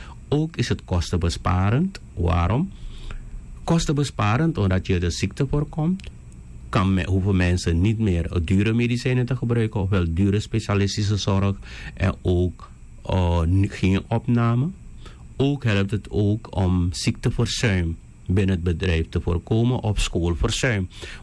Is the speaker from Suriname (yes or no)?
yes; Suriname; Wij als Surinamers